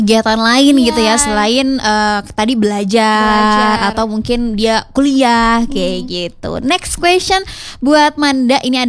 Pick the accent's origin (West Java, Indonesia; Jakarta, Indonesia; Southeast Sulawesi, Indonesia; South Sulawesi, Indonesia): West Java, Indonesia; Bandung; aku dari Bandung, tepatnya di Dago.